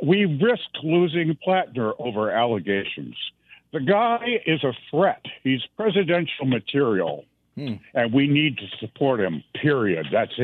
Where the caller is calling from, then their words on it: Minnesota, United States; I'm from a state that brought Wellstone, Paul Wellstone, to the fore.